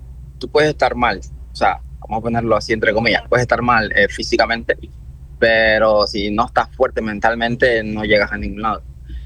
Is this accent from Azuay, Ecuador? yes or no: no; Machala, El Oro, Ecuador; Yo salí desde la provincia del Oro, Machala, entrenando en una pista de tierra.